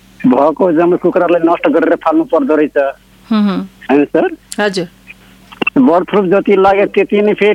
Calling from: Nawalpur, Gandaki Province, Nepal

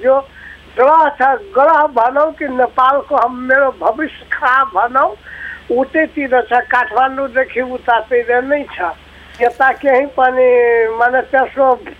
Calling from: Jaleshwar, Madhesh Province, Nepal; महोत्तरी जिल्ला जलेश्वर बाह्रबाट बोल्दैछु।

